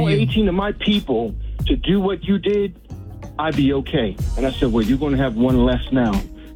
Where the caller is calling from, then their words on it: Joppa, Maryland, United States; calling from Joppa, Maryland.